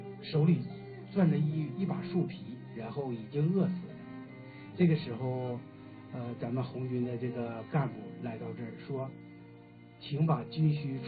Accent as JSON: {"language": "Chinese", "country": "China", "said": "作为中华儿女，作为一个中国人，永远都不能忘记历史"}